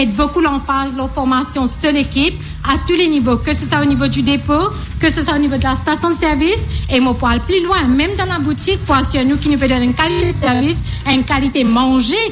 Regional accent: Mauritius; Nous sommes Mauricien aujourd'hui.

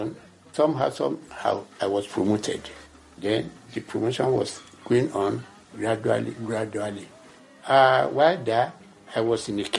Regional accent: Ogere, Ogun, Nigeria; born there; I was born in Ogere, Remo, Ekene local government of Ogun State. I started my school in 1950 at Christ School Anglican Church, Ogere.

